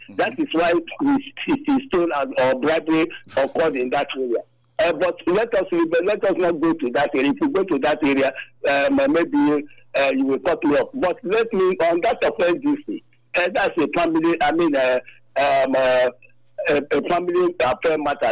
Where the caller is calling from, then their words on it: Nigeria; I'm calling from Ogbesa community.